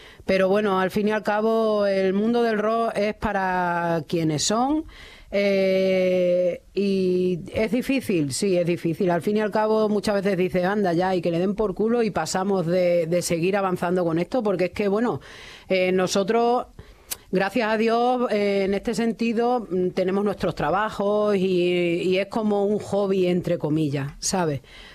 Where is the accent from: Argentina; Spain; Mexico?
Spain; Quintana de la Serena, Extremadura; yo soy de Quintana de la Serena.